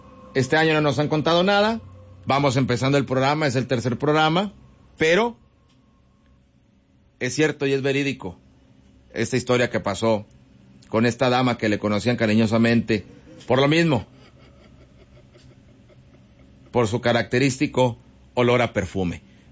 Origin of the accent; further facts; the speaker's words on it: Nava, Coahuila, Mexico; Te comento, soy de Nava, de una colonia llamada Bosque.